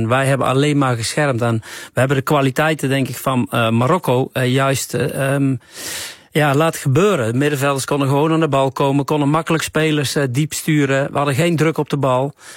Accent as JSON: {"language": "Dutch", "country": "Netherlands", "said": "Maar nog steeds zijn wij Nederlanders."}